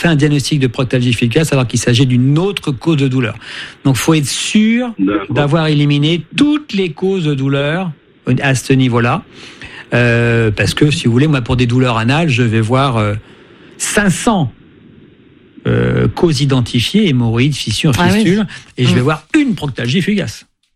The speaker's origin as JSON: {"language": "French", "country": "France", "said": "chez nous en France"}